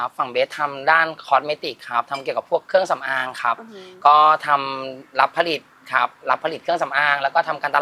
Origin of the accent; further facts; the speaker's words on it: Southern Thailand, Thailand; now in Ratchaburi, Thailand; ผมเป็นคนใต้ครับ